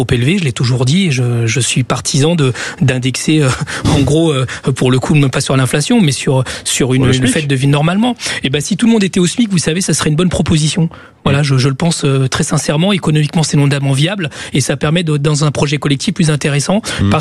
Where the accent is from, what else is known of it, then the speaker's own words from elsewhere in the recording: Chile; now in France; mon pays d'origine qui s'appelle le Chili